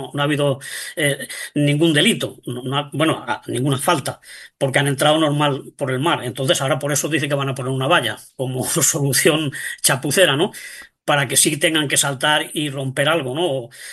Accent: Spain; como los españoles, lo digo por enésima vez, en muchísimas épocas hemos emigrado

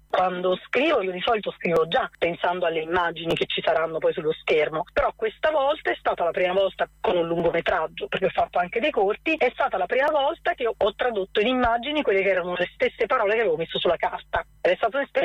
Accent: Nocera Inferiore, Campania, Italy; io sono originaria di Nocera Interiore, che poi è la cittadina dove abbiamo girato quasi tutto il film

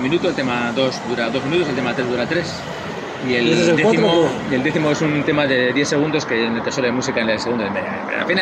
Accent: Basque Country, Spain; Yo vengo de Berri, que es un pueblo más pequeño

